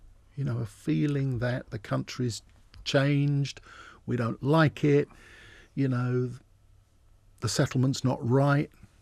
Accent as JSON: {"language": "English", "town": "Gravesend", "region": "South East England", "country": "United Kingdom", "tie": "born or raised there", "said": "I grew up mainly in Gravesend, actually, which is what they call estuary, isn't it? It's the Medway, near the Medway, on the Thames. My dad worked on the Thames. And it certainly then was quite a blue collar place."}